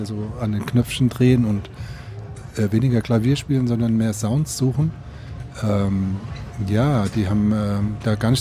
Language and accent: German; Frankfurt, Hesse, Germany; Ich bin ja aus Frankfurt und an der Frankfurter Musikmesse stand auf einmal dieses riesenschwarze Teil